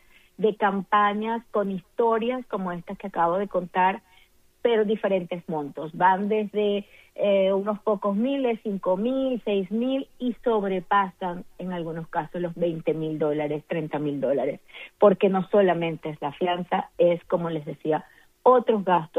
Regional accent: Venezuela; now in Doral, United States; la comunidad de Doral, en la que viví. Más del 40% de los habitantes somos venezolanos

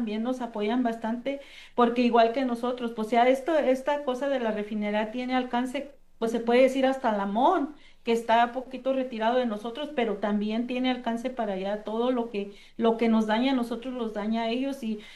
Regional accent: Mexico; muchos de nosotros que somos campesinos, venimos de partes de México, de pueblos de México que a veces no tuvimos la oportunidad de estudiar mucho.

